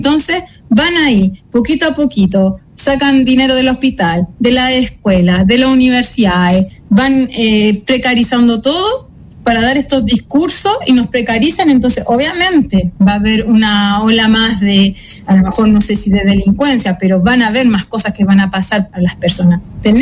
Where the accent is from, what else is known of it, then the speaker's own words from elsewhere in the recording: Chile; now in France; como yo como soy chilena y sigo las noticias chilenas